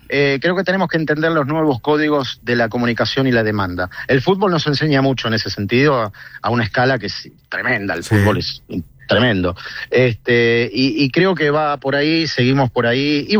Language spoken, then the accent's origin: Spanish; Argentina; Somos tremendo. Pero somos divinos los argentinos.